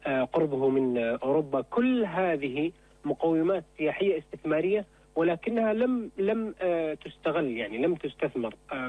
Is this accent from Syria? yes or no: yes; Syria; يعني إحنا كسوريين يعني ما عندنا اطلاع كافي على بلدنا